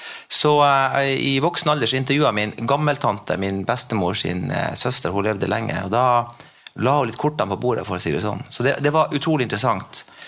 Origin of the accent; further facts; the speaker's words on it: Finnmark, Norway; jeg vokste opp i Ålefjord, og det jo en sjøsamisk bygd fra gammelt av. Et par generasjoner tilbake i tid så snakket jo alle samisk, men jeg visste jo ikke det når jeg vokste opp der. Så vi vokste opp som norsk